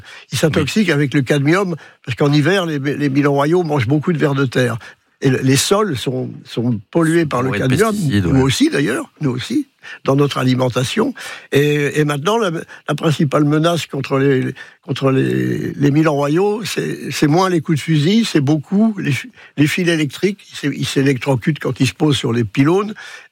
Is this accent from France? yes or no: yes; France